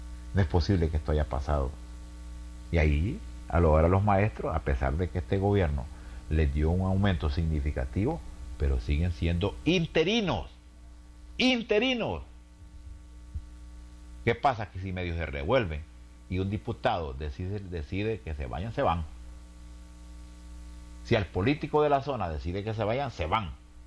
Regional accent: Honduras; Ahora le voy a decir lo que digo yo, como hondureño.

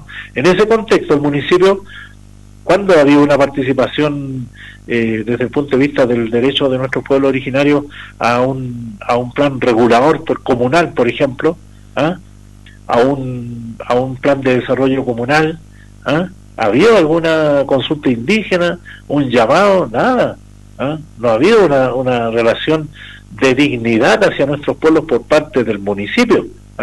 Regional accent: Arica, Arica y Parinacota, Chile; somos ariqueños, amamos Arica, ¿no es cierto? … pero claro, hoy día ser ariqueño es, también es ser pacha, también es ser de los Andes.

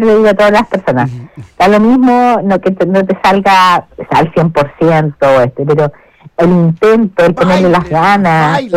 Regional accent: Chile; somos todos chilenos

